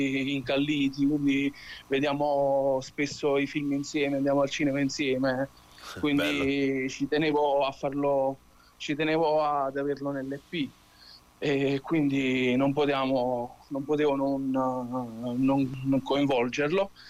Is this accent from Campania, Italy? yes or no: yes; Cervinara, Campania, Italy; c'è Matthew Banshee, che è un ragazzo di Cervinara del mio paese